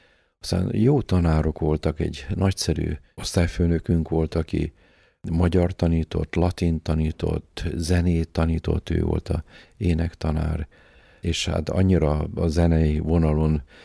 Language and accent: Hungarian; Budapest, Hungary; Várban nőttünk föl. Most a vár az egy akkora nagy játszótér, a Halászbástya egyik oldalon, másik oldalon a Tóth Árpád sétány, a gyönyörű kilátás a Budára, a budai kis dombokra.